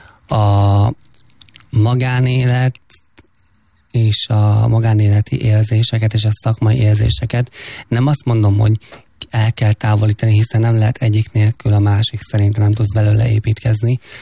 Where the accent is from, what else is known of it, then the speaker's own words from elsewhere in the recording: Fót, Pest, Hungary; hogy én egy fotón nőttem fel a gyermekvárosban